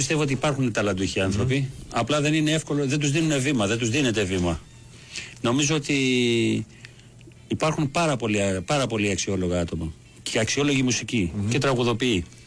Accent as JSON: {"language": "Greek", "town": "Heraklion", "region": "Crete", "country": "Greece", "tie": "born or raised there", "said": "Ναι, θυμάμαι όταν ήμουν μικρός που έμενα στο Ηράκλειο, ας πούμε, στην Κρήτη."}